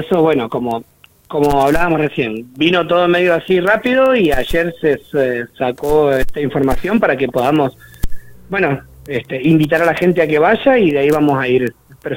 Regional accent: Pico Truncado, Santa Cruz, Argentina; yo me crié acá en Pico Truncado

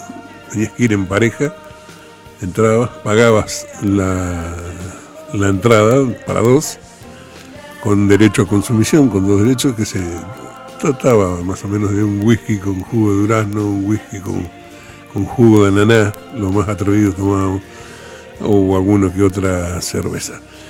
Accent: Comodoro Rivadavia, Chubut, Argentina; moved away; En mi adolescencia, en Comodoro Rivadavia

